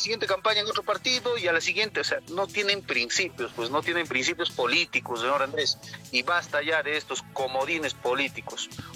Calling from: Cusco, Peru; nosotros como cusqueños

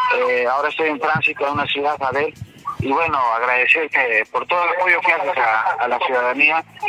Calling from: Cusco, Peru; yo me siento muy indignado como cusqueño

